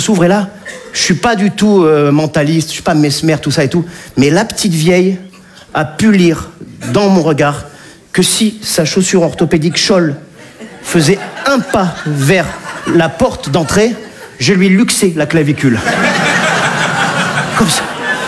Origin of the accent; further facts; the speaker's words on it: Nice, Provence-Alpes-Côte d'Azur, France; je suis niçois, hein, je ne fais pas partie de ces sudistes qui tapent sur les Parisiens, pas du tout.